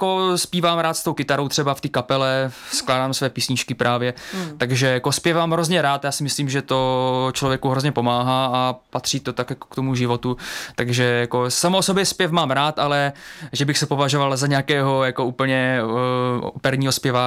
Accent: Olomouc, Olomouc Region, Czechia; also born or lived in Catalonia, Spain; já jsem se narodil v Olomouci, jenom vím, že jsem asi jako malej, možná když mě byl rok, 2 roky, tak jsem tam žil nějakou dobu v tom Katalánsku

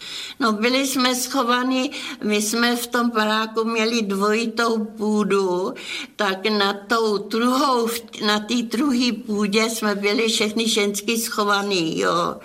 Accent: Ústí nad Labem Region, Czechia; born there

